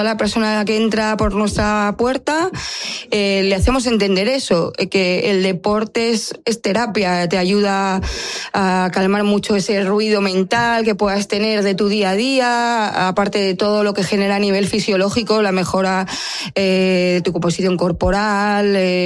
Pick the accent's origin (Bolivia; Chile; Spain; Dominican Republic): Spain; Madrid, Community of Madrid; moved away as an adult; now in Bilbao, Spain; yo vengo de Madrid, vine por este proyecto y llevo aquí 3 años en esta ciudad y me ha enamorado Bilbao. No quiero volver a Madrid.